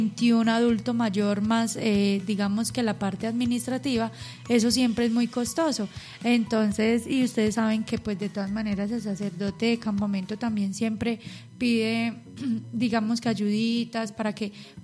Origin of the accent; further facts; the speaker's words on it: Antioquia, Colombia; uno como buen paisa